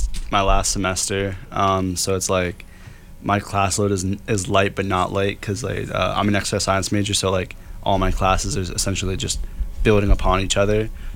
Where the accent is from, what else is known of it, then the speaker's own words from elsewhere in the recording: New Brunswick, New Jersey, United States; I'm a senior at Rutgers from New Brunswick, New Jersey